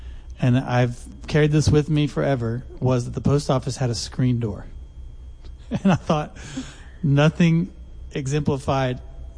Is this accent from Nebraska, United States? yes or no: no; Texas, United States; And as a Texan, it reminded me a little bit of Luckenbach. Y'all know Luckenbach, right?